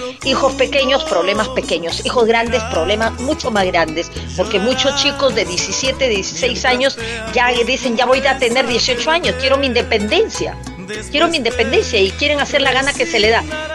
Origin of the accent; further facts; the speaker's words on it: Peru; born there; soy peruana, de verdad me siento feliz de haber nacido en esta tierra hermosa como es el Perú